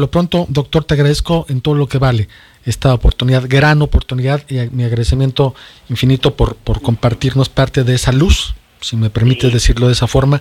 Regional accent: Zacatecas, Mexico; mi tierra, Zacatecas, es maravillosa.

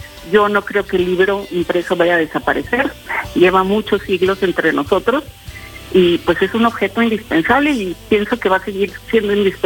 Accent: Mexico; yo soy mexicana

